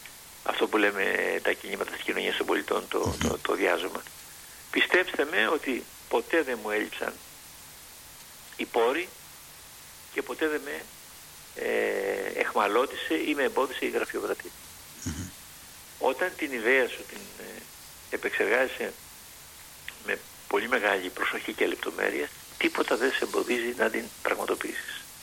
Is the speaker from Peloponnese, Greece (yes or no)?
yes; Kalamata, Peloponnese, Greece; η πατρίδα μου, η αγαπημένη μου Καλαμάτα.